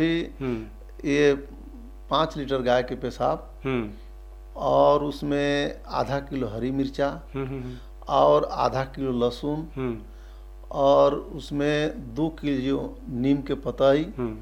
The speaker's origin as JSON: {"language": "Hindi", "area": "Garhwa district", "region": "Jharkhand", "country": "India", "said": "और हम लोग गढ़वा जिला का ही हो करके"}